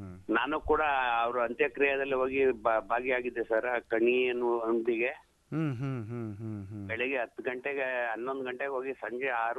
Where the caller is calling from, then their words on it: Heggadadevankote, Karnataka, India; ನಮ್ಮ ಇಡೀ ತಾಲೂಕಿಗೆ ಒಂದು ಅಭಿಮಾನ ಆಯ್ತು. HD Kote ತಾಲೂಕು ಅಂತಂದ್ರೆ ನಮ್ಗೊಂದು ಹೆಮ್ಮೆ.